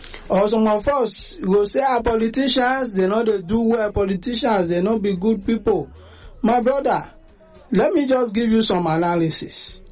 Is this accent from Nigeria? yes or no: yes; Nigeria